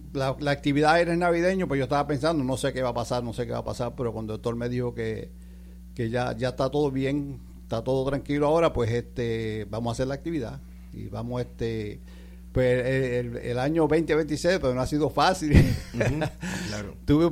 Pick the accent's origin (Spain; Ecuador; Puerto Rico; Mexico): Puerto Rico; la música que nos identifica como puertorriqueños